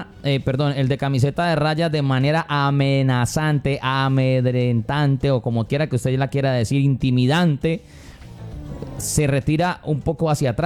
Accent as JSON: {"language": "Spanish", "town": "Cali", "region": "Valle del Cauca", "country": "Colombia", "said": "Uno como caleño podría llegar a decir, uy, mi hermano, venga, no, ¿cómo los defiende uno?"}